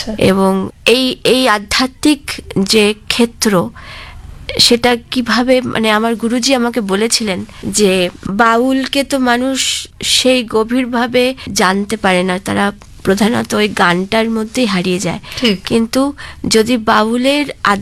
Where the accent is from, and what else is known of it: India